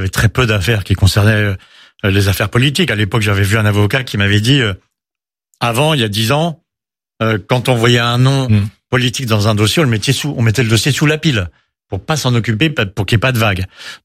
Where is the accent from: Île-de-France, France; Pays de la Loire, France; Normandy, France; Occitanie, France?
Île-de-France, France; Versailles; born or raised there; also born or lived in Paris